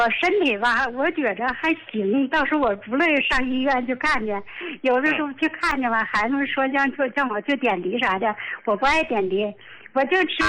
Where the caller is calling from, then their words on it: Qiqihar, Heilongjiang, China; 好吧，我是那个，我今天是